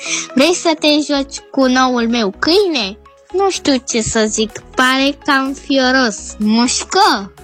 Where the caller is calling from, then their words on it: Bucharest, Romania; din București, am 9 ani